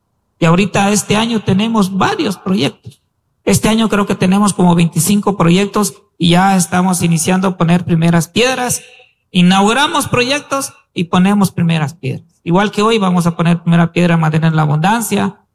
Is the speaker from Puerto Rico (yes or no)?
no; Guatemala; also born or lived in Guatemala City; Yo aquí nací, aquí crecí y regresé otra vez a mi pueblo.